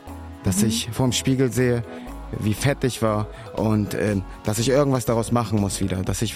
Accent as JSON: {"language": "German", "region": "Bremen", "country": "Germany", "tie": "born there", "said": "Meine Schwester und mein Vater, wir kommen alle aus Polen. Ich bin der Einzige, der hier in Bremen geboren ist"}